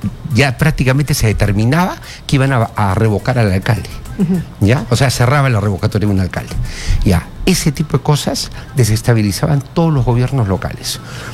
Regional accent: Peru; Y tengo como una autocrítica también como peruanos que somos y peruanos de a pie.

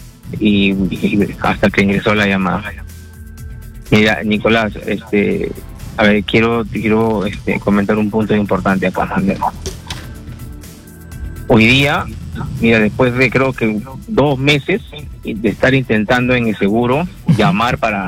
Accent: Puente Piedra, Lima, Peru; yo soy de Puente Piedra, ese es un desastre.

